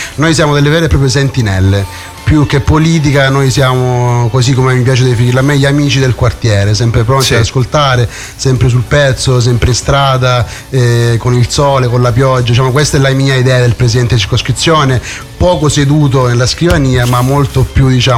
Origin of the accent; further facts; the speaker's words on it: Reggio Calabria, Calabria, Italy; Pellaro sì, sicuramente è un quartiere che io conosco meglio perché sono nato e cresciuto a Pellaro